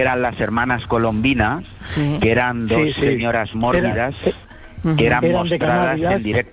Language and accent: Spanish; Albacete, Castilla-La Mancha, Spain; yo me acuerdo de mis recuerdos de niño en Albacete